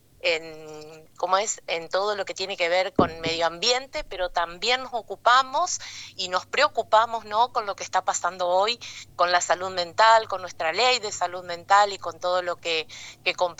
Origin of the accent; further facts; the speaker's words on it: Argentina; now in Reconquista, Argentina; como ciudadanos, como argentinos.